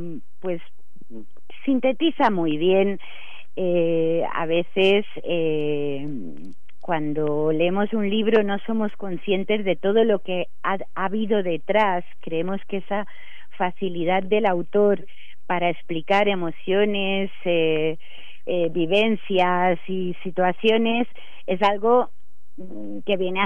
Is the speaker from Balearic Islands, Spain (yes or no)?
yes; Mallorca, Balearic Islands, Spain; also born or lived in Barcelona; now in Mallorca, Spain; yo soy mallorquina, pero he vivido 28 años en Barcelona, y justo lo encontré cuando había regresado a Mallorca.